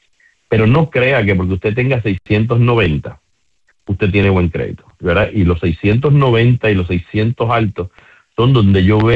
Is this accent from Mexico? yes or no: no; Puerto Rico; somos puertorriqueños y el ay bendito lo tenemos todavía en nuestra sangre